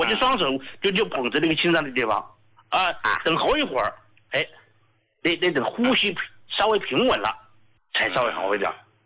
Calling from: Chongqing, China; 哎、你好，胡老，我是重庆的听众啊。

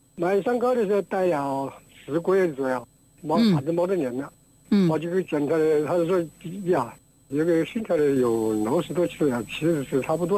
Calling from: Honghu, Hubei, China; 我是洪湖市滨湖办事处。

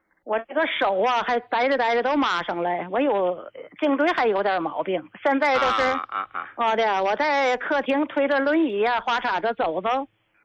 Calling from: Qinhuangdao, Hebei, China; 我是秦皇岛的人啊。

